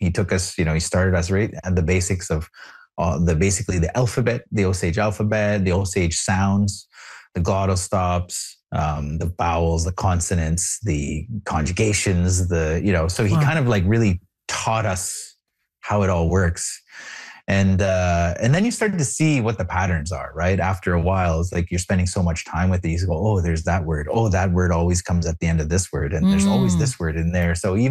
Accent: Toronto, Ontario, Canada; born there; my mom, like I was born in Toronto, you know, but I grew up in community.

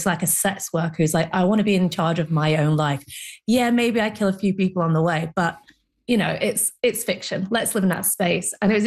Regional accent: Ireland; I get it, Jess, I'm Irish.

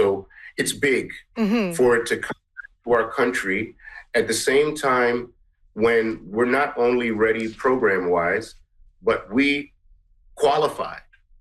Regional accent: Guyana; I'm from Guyana, so and … I'm mixed.

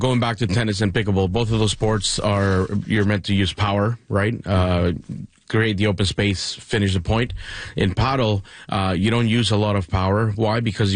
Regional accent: Mexico; moved away; So I was born and raised in Mexico. So I had my share of paddle because it was invented there.

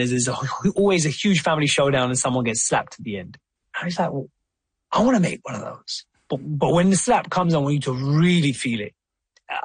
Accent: Wembley, London, United Kingdom; I saw actually my own experience. I read this play about Prince growing up in Denmark, and I was like, this is exactly like growing up in Wembley.

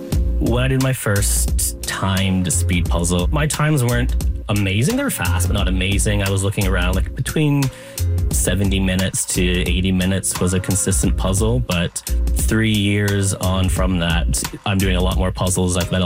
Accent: Canada

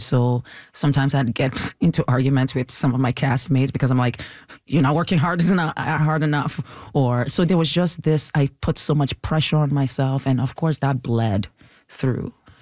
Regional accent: Nigeria; accent: Nigerian; now in Canada; Canada has always been trying to suppress my Nigerian-ness, my act, because they were complaining about my accent.

